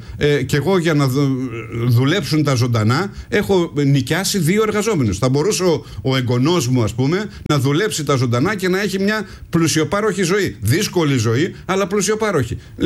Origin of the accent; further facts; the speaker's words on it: Livadi, Greece; μέσα στο χωριό μου, στο Λιβάδι